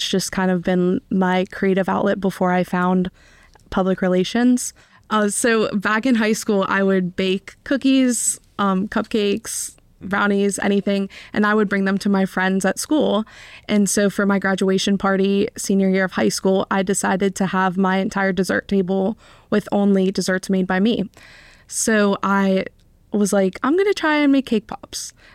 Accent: Morgantown, West Virginia, United States; I truly love West Virginia. I love my hometown. I love Morgantown.

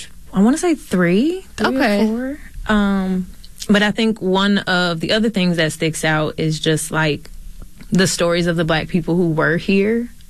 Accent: Chicago, Illinois, United States; now in Milwaukee, United States; yes, Chi-Town native.

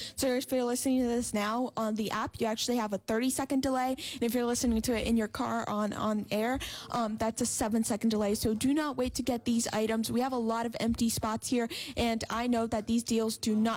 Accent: Brazil; moved away; I was born and raised in Brazil

